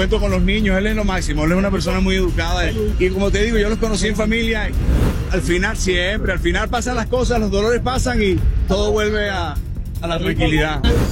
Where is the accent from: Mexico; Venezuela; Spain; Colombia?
Colombia